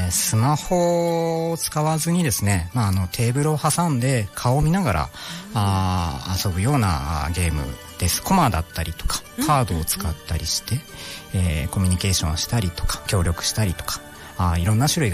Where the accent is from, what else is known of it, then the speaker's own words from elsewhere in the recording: Chiba, Japan; moved away as an adult; now in Kitakata, Japan; 千葉県出身です。